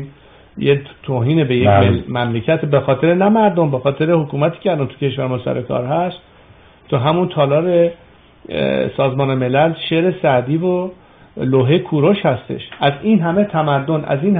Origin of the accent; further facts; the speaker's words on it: Iran; من قبل از همه میگم به عنوان یک ایرانی حق من هست و وظیفه